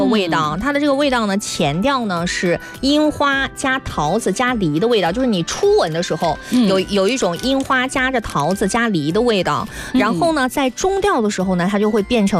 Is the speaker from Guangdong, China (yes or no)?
yes; Guangdong, China